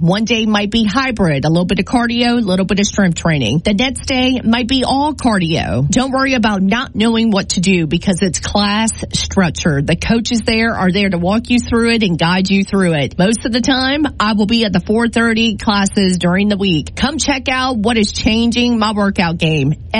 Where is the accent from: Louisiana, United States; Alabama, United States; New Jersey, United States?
Louisiana, United States; Houma; moved away as an adult; now in Baton Rouge, United States; I'm not from Baton Rouge. I was born and raised in Houma on the bayou. 21 years of my life, I was raised in Houma. Back when Houma was a small town